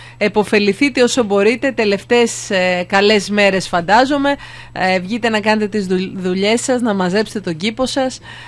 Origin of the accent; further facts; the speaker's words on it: Greece; now in United States; Ναι, με τα τραγούδια του μεγαλώσαμε εκεί στην Ελλάδα, αλλά μου έκανε εντύπωση ότι και εδώ είδα πάρα πολύ, πολλές αναρτήσεις από Ελληνοαμερικάνους